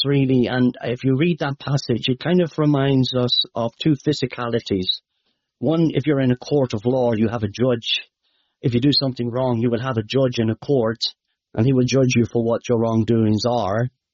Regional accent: Leinster, Ireland; accent: Irish; maybe some of your Irish might know. My accent might be hard to understand, but for the American Americans might be able to understand me, you know. It's in the Midlands of Ireland, the Midlands in Ireland.

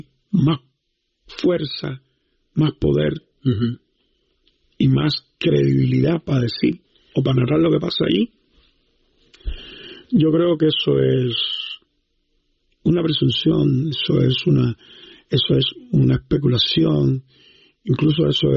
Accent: Cuba; Nosotros los cubanos

